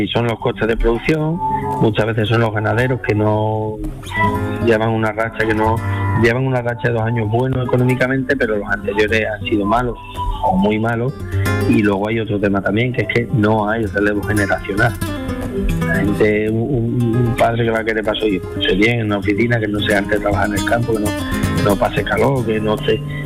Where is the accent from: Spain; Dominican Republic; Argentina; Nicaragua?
Spain; Andalusia; Mi pueblo, Puerto Concepción, tiene un colegio con 62 niños. Eso es un súper lujo. Y eso la gente no lo ve. Bueno, un pueblo pequeño, si es que yo en un pueblo pequeño vivo estupendamente bien. No me faltan servicios